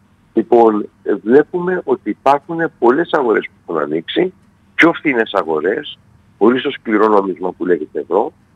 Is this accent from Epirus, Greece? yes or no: no; Corfu, Ionian Islands, Greece